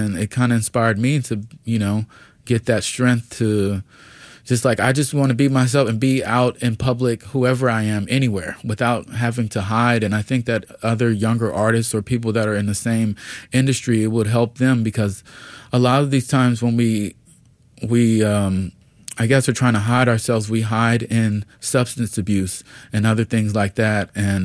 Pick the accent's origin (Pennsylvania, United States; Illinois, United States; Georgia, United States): Georgia, United States; Atlanta; I'm from Atlanta, Georgia. Like, I've seen this forever.